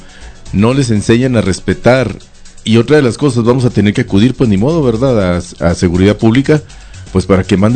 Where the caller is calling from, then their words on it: Santa Bárbara, Mexico; qué vergüenza que sean de mi pueblo, porque la gente en Santa no somos así